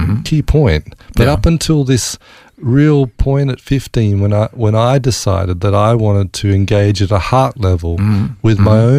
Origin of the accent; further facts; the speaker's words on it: Parkes, New South Wales, Australia; born there; also born or lived in Ningen; then we moved from Ningen to a little place called Parkes, which is, again, in central New South Wales. And mm-hmm. It was more the place where Mum and Dad grew up as children.